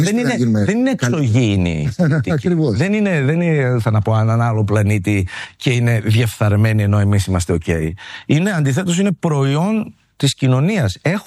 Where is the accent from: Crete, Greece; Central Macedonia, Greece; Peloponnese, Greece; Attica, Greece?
Central Macedonia, Greece; Thessaloniki; γιατί πρέπει να φύγω από την πόλη μου